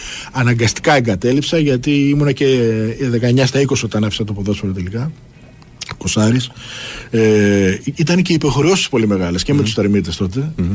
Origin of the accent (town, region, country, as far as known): Piraeus, Attica, Greece; born or raised there